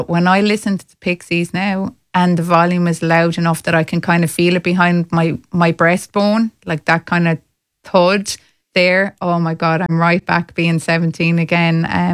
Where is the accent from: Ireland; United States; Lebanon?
Ireland; Munster; now in Cork, Ireland; I'm from Clare originally. And I get heckled when I go home to Clare because of my accent.